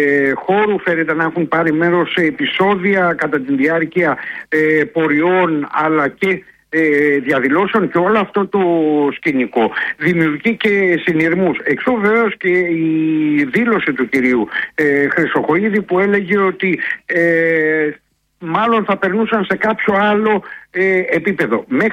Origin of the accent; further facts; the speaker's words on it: Dafni, Western Greece, Greece; στην Δάφνη Καλαβρίτων, εκεί στην πατρίδα μου